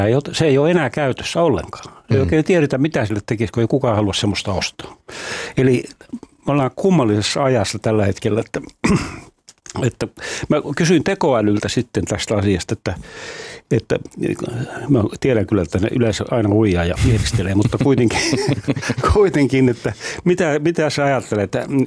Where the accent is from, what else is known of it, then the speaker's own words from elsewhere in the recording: Lapland, Finland; Että kun ennen tehtiin esimerkiksi Kemijokivarteen, mistä mä kotoisin, niin tehtiin kappeleita joka puolella.